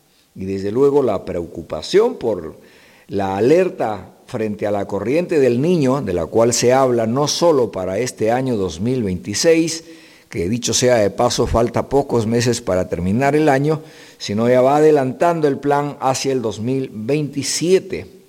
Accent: San Martín, Peru; ciertamente estamos en el corazón del Alto Mayo y somos el corazón del Perú. Nuestra región San Martín tiene una ubicación geográfica extraordinaria

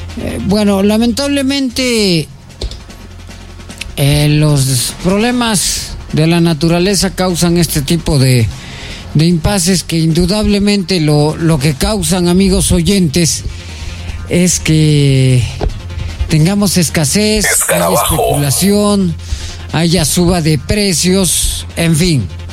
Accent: Peru; nosotros no somos argentinos, somos peruanos.

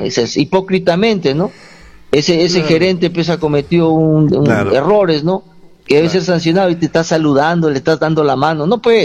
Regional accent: Utcubamba, Amazonas, Peru; yo soy de Utcubamba, le digo. Yo soy de Utcubamba, ¿no?

